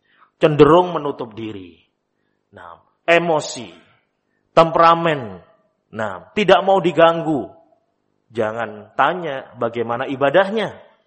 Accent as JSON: {"language": "Indonesian", "region": "Java", "country": "Indonesia"}